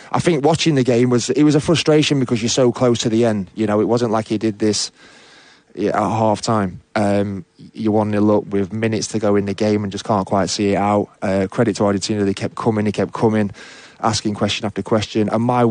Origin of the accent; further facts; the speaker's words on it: Sheffield, Yorkshire and the Humber, United Kingdom; No, I'm a Yorkshireman.